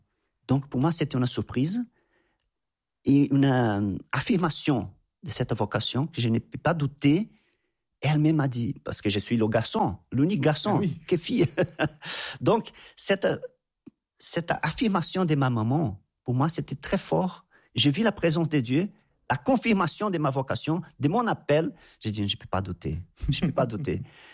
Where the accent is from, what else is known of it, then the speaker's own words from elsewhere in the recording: Anápolis, Goiás, Brazil; French is a second language; also born or lived in São Paulo; j'ai retourné chez moi à Goiás, à Napolis, j'ai commencé à prier.